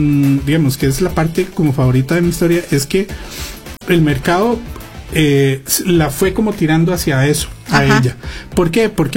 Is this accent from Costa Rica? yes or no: yes; Costa Rica